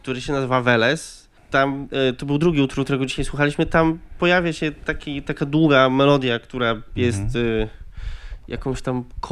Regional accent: Opoczno, Łódź Voivodeship, Poland; also born or lived in Copenhagen; ja jestem z Opoczna

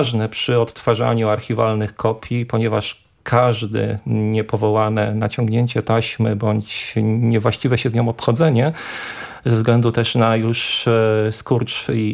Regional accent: Łódź, Łódź Voivodeship, Poland

